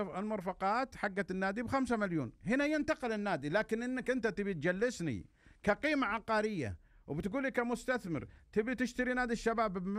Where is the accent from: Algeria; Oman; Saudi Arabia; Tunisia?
Saudi Arabia; Al-Kharj, Riyadh Province; الشعلة ديرتي